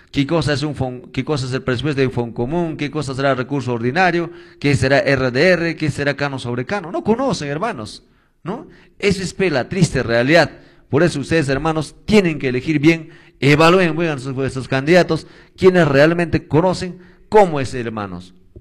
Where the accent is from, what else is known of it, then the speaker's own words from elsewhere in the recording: Cusco, Peru; de nuestro gobierno regional que nos corresponde a los chumbilcanos por derecho, hermanos, porque somos cusqueños.